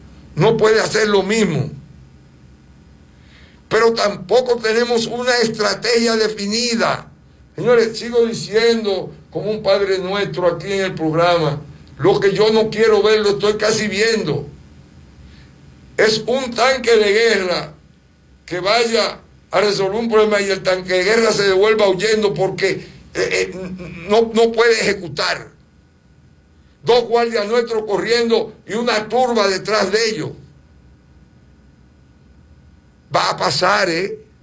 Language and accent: Spanish; Dominican Republic